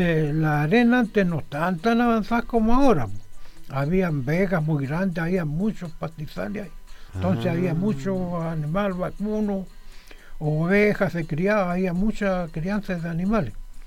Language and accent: Spanish; Maule, Chile; yo soy descendiente de Loanco. Yo crecí en Loanco.